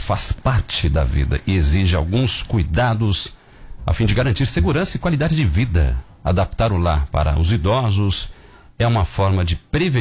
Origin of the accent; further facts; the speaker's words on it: São Bernardo do Campo, São Paulo, Brazil; born there; É, sou bernardense, nasci lá, não moro lá, moro próximo, né? Uma cidade maravilhosa.